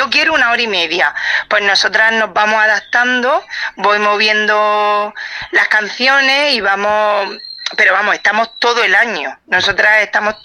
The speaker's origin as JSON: {"language": "Spanish", "town": "Lorca", "region": "Region of Murcia", "country": "Spain", "tie": "born there", "said": "mis padres siempre, bueno, ellos eran andaluces y a mí, pues yo nací aquí en Lorca"}